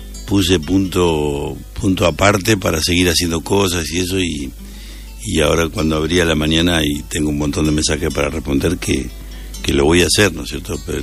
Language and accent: Spanish; Argentina; los argentinos somos así.